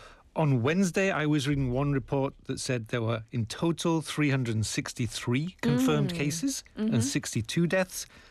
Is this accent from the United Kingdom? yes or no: yes; United Kingdom; moved away as an adult; now in South Korea; I'm British